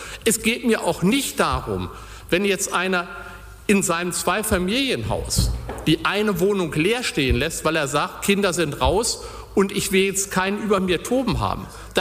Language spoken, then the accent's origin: German; Hildesheim, Lower Saxony, Germany; Bei uns in Hildesheim ist doch das nicht das Problem